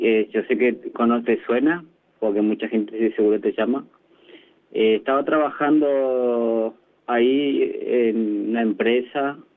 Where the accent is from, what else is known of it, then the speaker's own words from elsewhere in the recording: Formosa, Argentina; Y yo soy bien orgulloso de ser de acá.